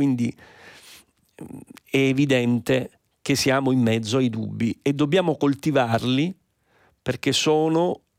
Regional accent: Lecce, Apulia, Italy; born there; io sono pugliese, sono nato a Lecce

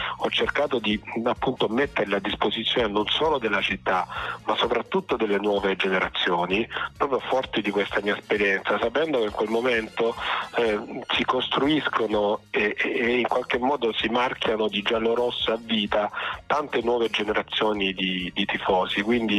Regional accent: Apulia, Italy

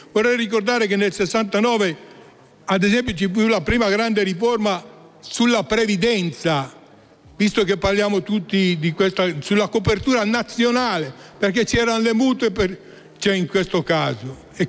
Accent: Brianza, Lombardy, Italy; io sono lombardo, orgogliosamente brianzolo lombardo, cittadino italiano e del mondo

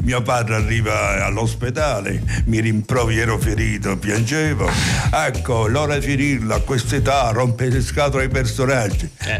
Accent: Calabria, Italy; now in Rome, Italy; grazie il mio comportamento da buon calabrese, mi sono fatto sempre rispettare

